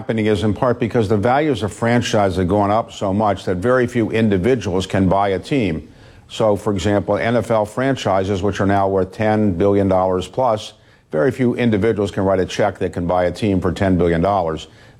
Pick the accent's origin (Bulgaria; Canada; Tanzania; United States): United States; Baltimore, Maryland; my hometown of Baltimore. Baltimore, when I was growing up, was a much bigger city, more vibrant.